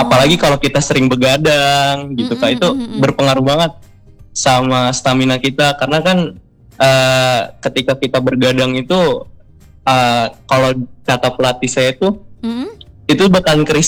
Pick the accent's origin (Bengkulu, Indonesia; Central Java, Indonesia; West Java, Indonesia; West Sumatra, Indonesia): West Java, Indonesia; Bekasi; born there; also born or lived in Bandung; Aku sebenarnya aslinya tuh Bekasi, cuman memang waktu itu aku sempat lama juga di Bandung